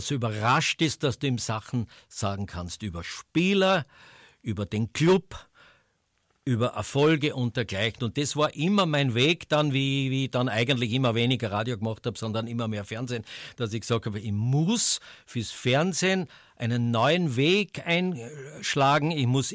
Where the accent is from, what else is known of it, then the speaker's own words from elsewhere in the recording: Graz, Styria, Austria; Als erstes habe ich ja Fußball gemacht als Grazer.